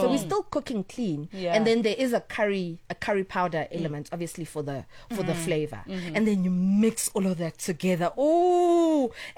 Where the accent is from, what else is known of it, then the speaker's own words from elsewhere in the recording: Durban, KwaZulu-Natal, South Africa; because I'm from Durban.